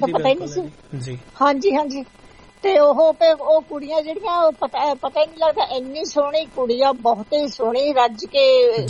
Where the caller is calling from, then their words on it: Banga, Punjab, India; ਸਾਡਾ ਪਿੰਡ ਵਾਲਾ ਘਰ ਰਹਿੰਦਾ ਜਿਹੜਾ ਉੱਥੇ ਉਹਨਾਂ ਨੂੰ ਦਿੱਤਾ ਅਸੀਂ ਤਾਂ ਨਾਲ ਬੰਗੇ ਆ ਗਏ ਹਾਂ ਤਿੰਨਾਂ ਢਾਈ ਤਿੰਨ ਕੁ ਮੀਲ ਤੇ